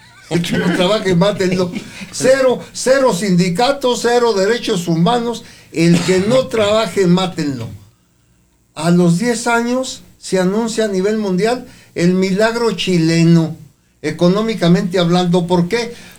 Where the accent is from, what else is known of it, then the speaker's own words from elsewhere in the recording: Mexico; pues aquí en México yo te aseguro que de los 100 millones que somos de mexicanos, quedan como 2 o 3 millones de habitantes si matan a los corruptos.